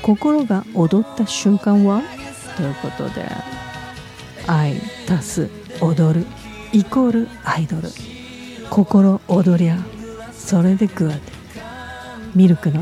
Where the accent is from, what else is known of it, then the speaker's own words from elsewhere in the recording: Nagoya, Aichi, Japan; は名古屋育ちなんだけれども、三重県ってほら名古屋のお隣じゃない、だけど全然三重県行かなかったのよね